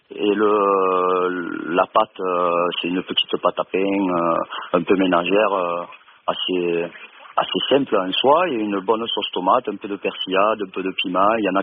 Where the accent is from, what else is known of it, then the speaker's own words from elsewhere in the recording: Sète, Occitanie, France; comme on dit, à Sète au quartier haut. Dans la place du poufre, quoi. Chez nous, on ne dit pas poulpe, on dit le poufre.